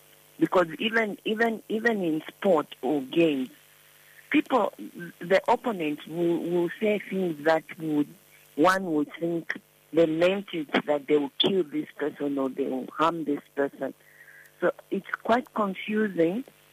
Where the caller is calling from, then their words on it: Lusaka, Lusaka Province, Zambia; I'm calling you from within Lusaka.